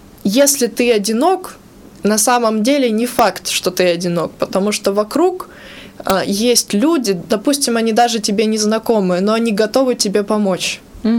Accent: Lesnoy, Sverdlovsk Oblast, Russia; also born or lived in Yekaterinburg; Город Лесной, закрытый город Русатома, я там выросла, родилась в Екатеринбурге, выросла там.

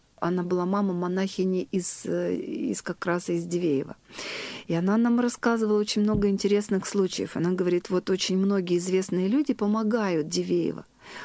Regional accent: Yekaterinburg, Sverdlovsk Oblast, Russia; а мы из Екатеринбурга.

